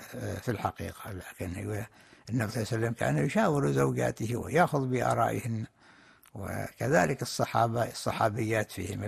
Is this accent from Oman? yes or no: yes; Oman; وكم هنا عندنا في عمان